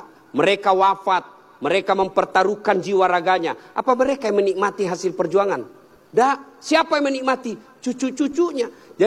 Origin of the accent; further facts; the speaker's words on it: South Sulawesi, Indonesia; Saya orang Bugis